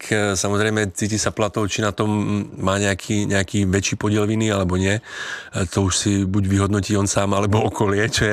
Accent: Slovakia; now in Czech Republic

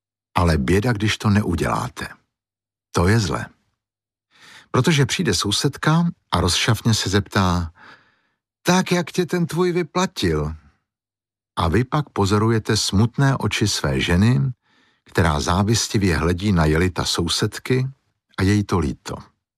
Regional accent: Prague, Czechia; Ale já jsem Pražák, většinu života jsem prožil v Praze

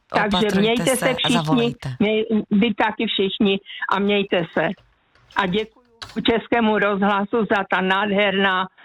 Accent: Ostrava, Moravian-Silesian Region, Czechia

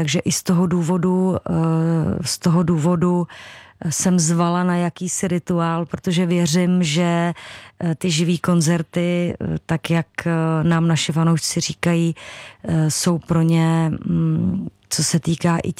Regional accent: Hradec Králové, Hradec Králové Region, Czechia; moved away; jsme rodáci z Hradce Králové, včetně mě.

